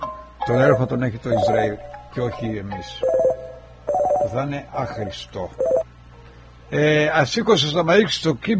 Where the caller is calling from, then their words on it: Florida, United States; Εγώ είμαι στη Φλόριντα